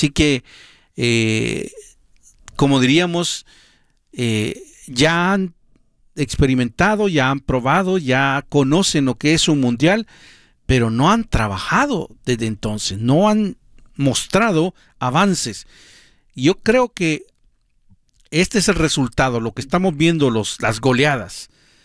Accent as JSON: {"language": "Spanish", "country": "El Salvador", "said": "Soy salvadoreño y no soy vendepatrias"}